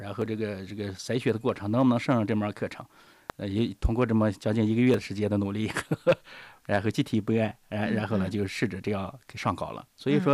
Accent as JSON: {"language": "Chinese", "town": "Hongqinghe", "region": "Inner Mongolia", "country": "China", "tie": "born or raised there", "said": "这个因为我在出生在咱们鄂尔多斯伊金霍洛旗红庆河镇的一个偏僻的村子里面，从小给我的印象就是缺医少药"}